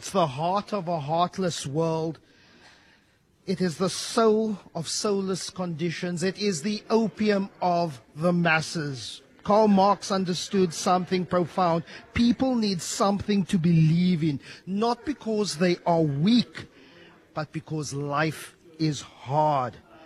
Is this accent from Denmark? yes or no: no; South Africa; We are simply South African